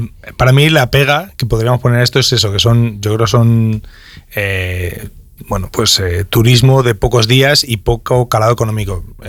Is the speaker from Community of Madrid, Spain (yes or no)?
no; Castile and León, Spain; es nuestro deber como castellano-leoneses, cada vez que vamos por España, por el mundo, hacer publicidad de nuestra tierra